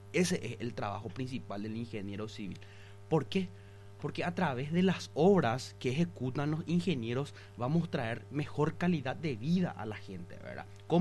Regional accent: Paraguay

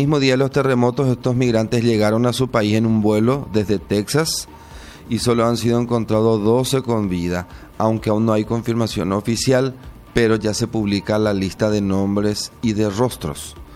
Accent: Paraguay

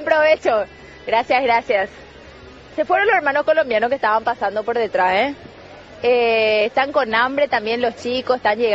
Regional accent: Paraguay; Somos de Paraguay.

